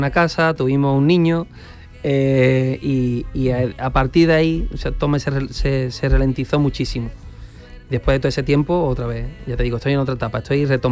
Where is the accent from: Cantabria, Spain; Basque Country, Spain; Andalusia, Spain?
Andalusia, Spain; El Puerto de Santa María; now in Seville, Spain; yo soy también del puerto Santa María, yo soy de Cádiz